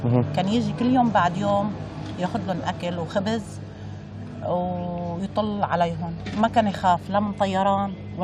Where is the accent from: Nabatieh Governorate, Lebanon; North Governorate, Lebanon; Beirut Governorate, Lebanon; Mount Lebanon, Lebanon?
Nabatieh Governorate, Lebanon; Abba; الله سبحانه وتعالى ينصر الشباب منطلعه عريس على ضيعتنا عبة.